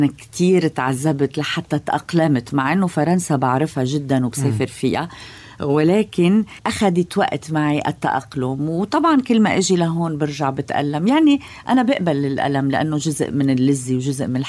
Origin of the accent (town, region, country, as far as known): Lebanon; now in France